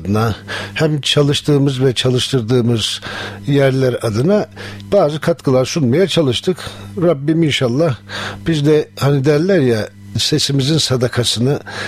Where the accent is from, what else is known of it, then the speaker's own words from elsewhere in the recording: Ankara, Turkey; born there; Ankara doğumlu, aslen Yozgatlı.